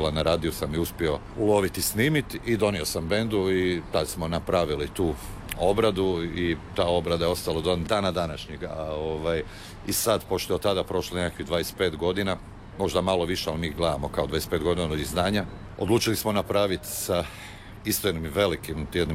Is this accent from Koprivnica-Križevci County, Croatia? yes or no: no; Zagreb, Zagreb County, Croatia; rođen sam tamo na Staroj Peščanici, ovaj, gdje su se odigravali u principu, a i zanimljivo je što su Smogovci snimani i u Trnju, tu gdje sam ja odrasao